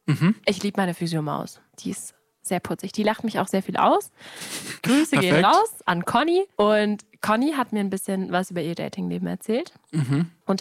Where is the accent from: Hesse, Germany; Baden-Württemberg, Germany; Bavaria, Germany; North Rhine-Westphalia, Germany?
Hesse, Germany; Weil also klar, ich komme auch immer richtig gerne zurück. Safe. Mhm. Ich liebe auch da, wo ich herkomme, in Hessen.